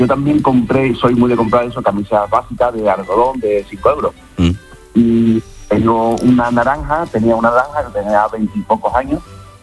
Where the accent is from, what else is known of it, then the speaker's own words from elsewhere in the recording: Matalascañas, Andalusia, Spain; Yo soy de Lapino, de Matalascaña.